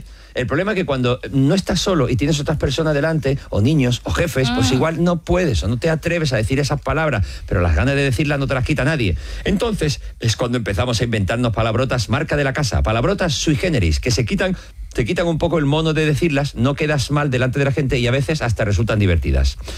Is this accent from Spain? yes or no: yes; Los Navalucillos, Castilla-La Mancha, Spain; De mi pueblo, decía, los navalucillos en Toledo son más bien insultos, pero aplica también como palabrota a veces.